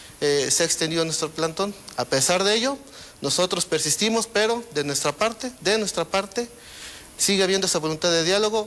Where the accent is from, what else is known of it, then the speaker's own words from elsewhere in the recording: Morelia, Michoacán, Mexico; Y pues prácticamente incluso hasta compañeros que somos de aquí de Morelia, se nos quiere lanzar fuera de la ciudad.